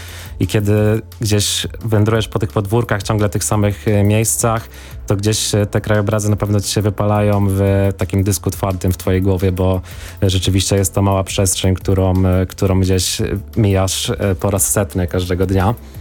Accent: Kąty Wrocławskie, Lower Silesian Voivodeship, Poland; moved away as an adult; miejscem, gdzie ja dorastałem, na Dolnym Śląsku. To są Kąty Wrocławskie, to jest takie typowe małe miasteczko z rynkiem na prawie niemieckim

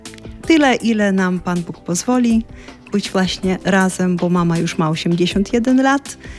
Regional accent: Kharkiv, Kharkiv Oblast, Ukraine; moved away; jestem z Ukrainy i teraz właśnie ta część Ukrainy, z której pochodzę, to jest Charków, wschodnia Ukraina

